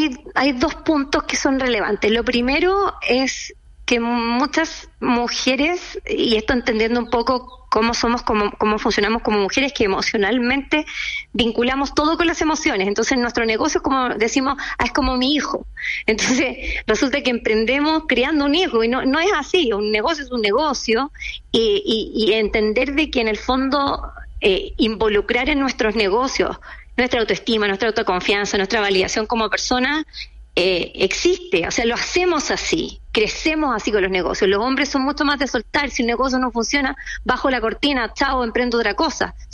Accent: Puerto Montt, Los Lagos, Chile; also born or lived in Temuco, Chile / Argentina; now in Santiago, Chile; Soy de Puerto Montt, nací allá, estudié en Temuco, después estudié en Argentina, llegué a Santiago a los 22 años conociendo a nadie

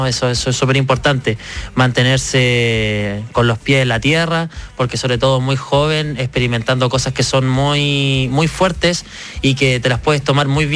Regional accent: Curacaví, Santiago Metropolitan Region, Chile; Sí, no, soy de Curacaví, así que yo siempre llevo mi bandera. Creo que las personas tienen que saber muy bien de dónde son para saber dónde quieren llegar. Así que yo soy de Curacaví, la tierra de los dulces, de los dulces chilenos y las chichas

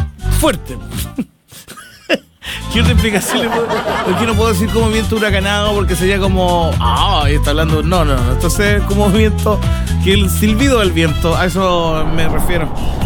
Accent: Chile

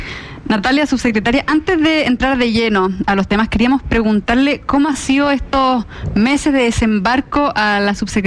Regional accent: Valparaíso, Chile; now in Santiago, Chile; Pero efectivamente mis primeros años siempre fueron en Valparaíso. Yo soy porteña, así que le tengo un cariño.

